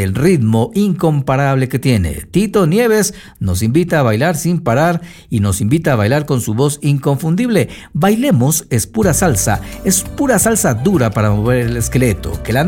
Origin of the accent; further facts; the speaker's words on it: Ecuador; todo nuestro ser como ecuatorianos.